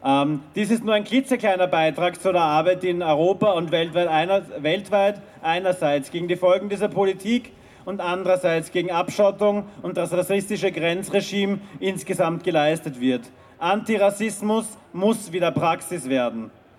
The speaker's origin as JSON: {"language": "German", "region": "Lower Austria", "country": "Austria", "said": "Ich bin selber Niederösterreicherin."}